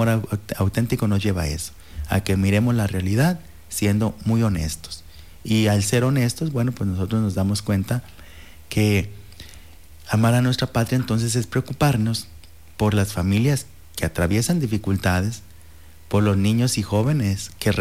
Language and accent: Spanish; Mexico; es necesario que nosotros como mexicanos, miembros, integrantes de esta patria, seamos realistas